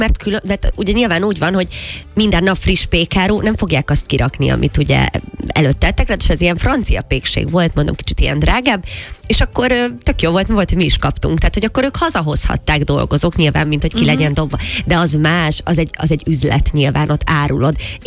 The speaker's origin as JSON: {"language": "Hungarian", "region": "Budapest", "country": "Hungary", "tie": "born or raised there", "said": "én ugye 18. kerületben nőttem föl"}